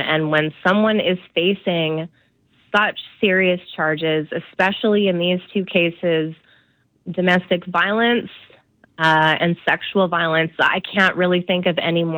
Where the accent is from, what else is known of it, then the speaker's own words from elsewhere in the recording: Penticton, British Columbia, Canada; my hometown, Penticton